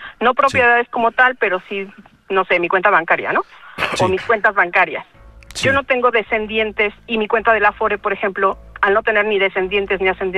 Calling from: Mexico City, Mexico; De la CDMX.

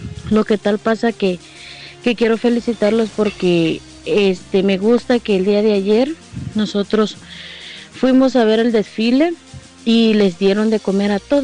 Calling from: Mexico; Yo soy de Pomposo Castellanos

